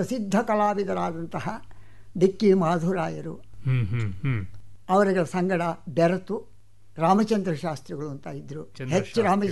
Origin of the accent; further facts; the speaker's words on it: Kanagal, Karnataka, India; ನಮ್ಮದು ದೊಡ್ಡದು ನಾಡೆ ಹೆಂಚಿನ ಮನೆ ಕಣಗಾಲ್ನಲ್ಲಿ. ಆ ನಾಡೆ ಹೆಂಚಿನ ಮನೆಯಲ್ಲಿ ನಾವೆಲ್ಲ ಹುಟ್ಟಿದವರು.